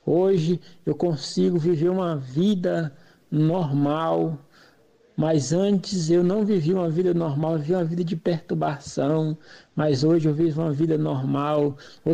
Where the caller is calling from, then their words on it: Inhumas, Goiás, Brazil; Sou aqui da cidade de Inhumas, Goiás.